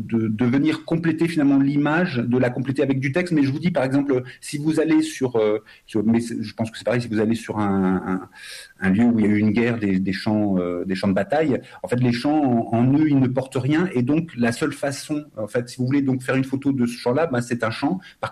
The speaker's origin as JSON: {"language": "French", "country": "France", "said": "je suis né de parents étrangers, je suis ici, je suis français"}